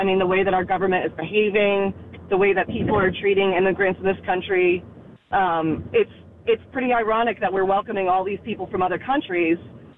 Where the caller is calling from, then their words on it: Wrentham, Massachusetts, United States; I'm in Rentham. I'm very close to Gillette.